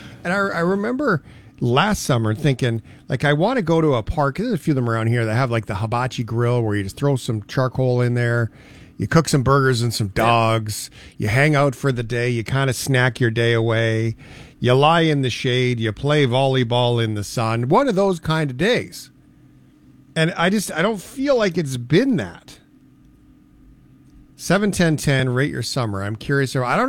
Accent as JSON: {"language": "English", "country": "Canada", "said": "as a Canadian, is there anything more disappointing then going through winter and then having a summer that never was and then it's winter again?"}